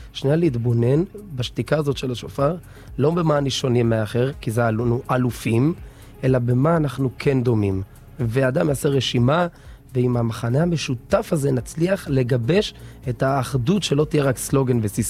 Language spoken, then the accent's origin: Hebrew; Beersheba, Southern District, Israel; אני יליד מערב שבע, 32 שנה בשכונה, הורים שלי 34, דור שלישי